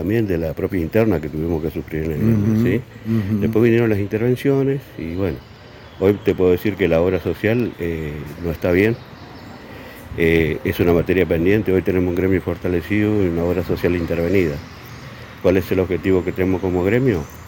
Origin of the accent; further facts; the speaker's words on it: Chaco, Argentina; Yo soy del Chaco